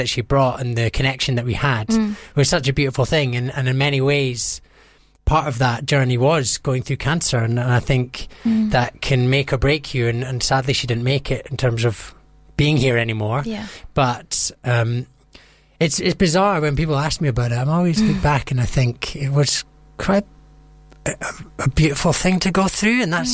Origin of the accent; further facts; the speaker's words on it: Scotland, United Kingdom; I'm from Scotland.